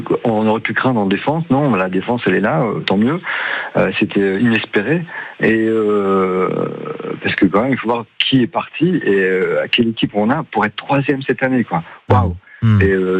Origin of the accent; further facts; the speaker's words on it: Lille, Hauts-de-France, France; now in Marseille, France; Je suis originaire de Lille, mais je vis à Marseille.